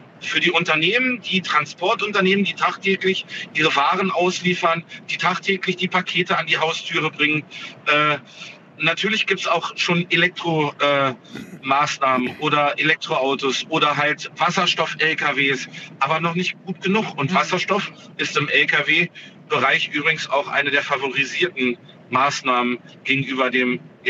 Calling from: Gerbstedt, Saxony-Anhalt, Germany; Naja, nicht ganz im Harz unterwegs, aber da komme ich her aus Gerbstedt.

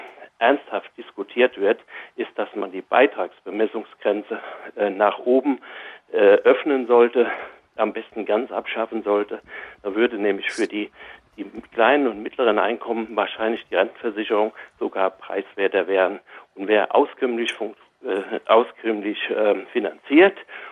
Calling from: Taunusstein, Hesse, Germany; Ja, hallo Frau Krüger, ich bin aus Taunusstein. Der Kollege hat den Taunus vergessen.

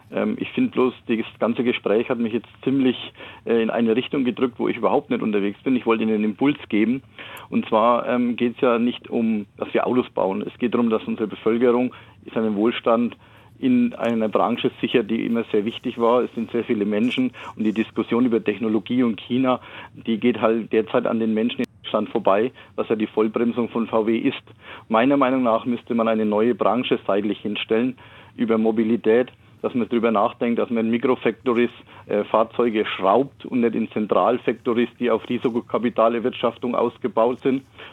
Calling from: Kronach, Bavaria, Germany; Wir haben viele Zulieferer hier in Oberfranken. Ich komme aus der Kronacher Ecke.

